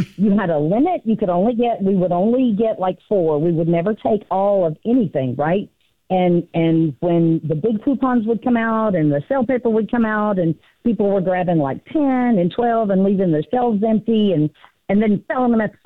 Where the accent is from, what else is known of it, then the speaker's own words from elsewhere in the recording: the South, United States; accent: southern; That was my southern accent.